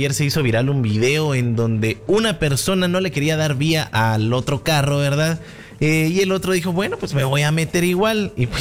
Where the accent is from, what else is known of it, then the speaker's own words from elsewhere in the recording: Guatemala City, Guatemala Department, Guatemala; Así no somos los guatemaltecos, definitivamente. Por lo menos no en esta ciudad.